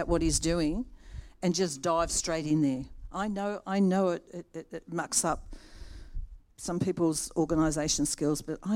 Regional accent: Australia; accent: Australian; Well, we're Australian. Through and through. Right back the generations.

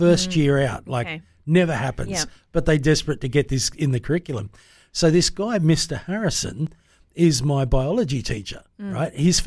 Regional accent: Sydney, New South Wales, Australia; born there; also born or lived in the bush (rural Australia); In Sydney, I grew up in the bush. Family moved to Sydney when my mum and dad became Salvation Army officers.

